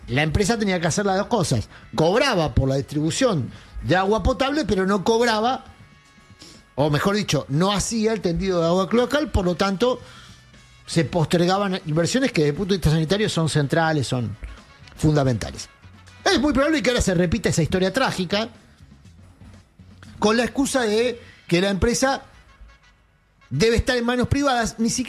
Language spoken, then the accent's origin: Spanish; Argentina; somos argentinos de bien